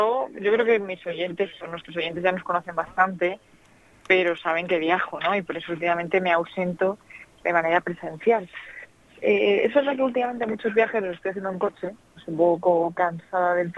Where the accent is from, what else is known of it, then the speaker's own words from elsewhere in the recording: Asturias, Spain; moved away as an adult; now in Madrid, Spain; yo soy asturiana, vivo en Madrid, he viajado en tren desde que vine a hacer la carrera a Madrid.